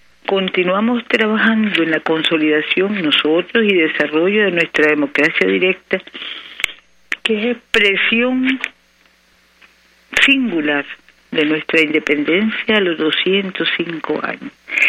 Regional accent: Nicaragua; ese amor que somos los nicaragüenses por gracia de Dios.

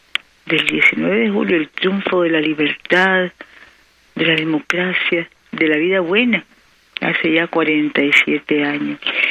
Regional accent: Nicaragua; nuestro patrimonio heroico como familias nicaragüenses

